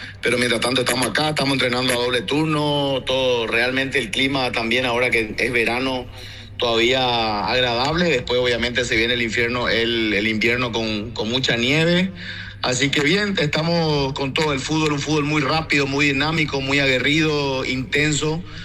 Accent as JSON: {"language": "Spanish", "country": "Paraguay", "said": "Y llegar acá como paraguayo me llena de orgullo porque podemos presentar nuestra bandera acá en Turq"}